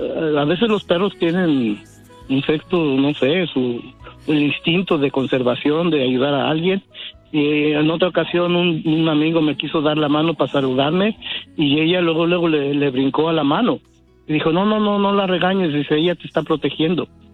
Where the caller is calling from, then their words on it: Stockton, California, United States; Stockton.